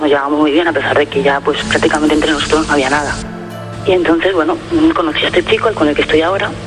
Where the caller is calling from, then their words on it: Terrassa, Catalonia, Spain; yo vivo en Tarrasa y él vive en Gerona.